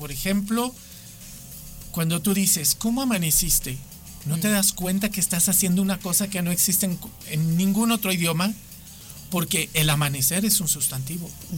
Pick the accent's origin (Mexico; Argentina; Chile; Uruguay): Mexico; yo, siendo mexicano, no estoy conociendo esto